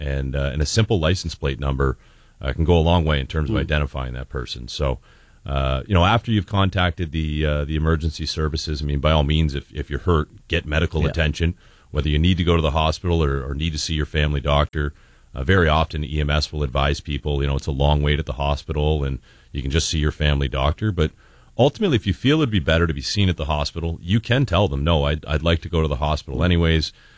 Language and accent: English; Lakeshore, Ontario, Canada; that's kind of the area I grew up out in Lakeshore there, so it was nice to bring the office kind of close to home